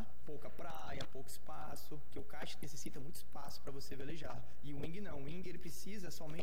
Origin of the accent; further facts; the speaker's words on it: Amontada, Ceará, Brazil; Como eu venho de Amontada